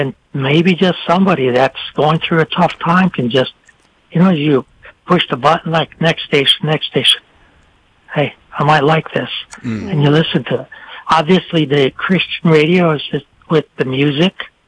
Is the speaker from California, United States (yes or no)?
no; Mooers, New York, United States; born there; first language French; English is a second language